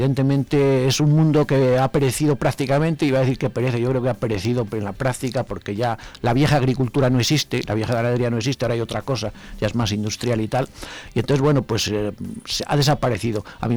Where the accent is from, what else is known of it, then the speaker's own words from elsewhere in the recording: Manzanal, Castile and León, Spain; born there; moved away; mi pueblo, que me dio esos 7 años maravillosos